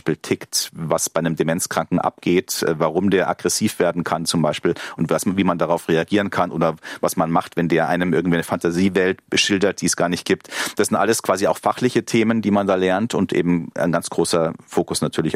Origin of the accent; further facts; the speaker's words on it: Munich, Bavaria, Germany; In München, ich komme aus München